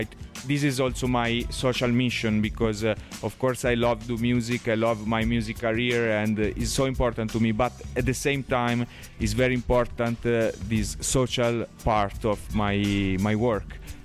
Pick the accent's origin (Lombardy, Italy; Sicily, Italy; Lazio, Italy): Lombardy, Italy; Pavia; English is a second language; I'm from Pavia. Is a city in, very close to Milan, so I'm in the metropolitan Milan area.